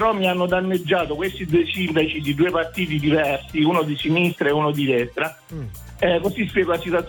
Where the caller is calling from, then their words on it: Copertino, Apulia, Italy; io chiamo da Copertino, provincia di Lecce.